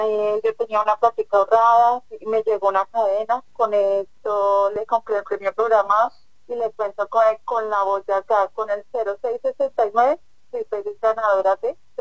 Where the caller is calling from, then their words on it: Sasaima, Cundinamarca, Colombia; Lo estoy llamando de Sasaima, Cundinamarca.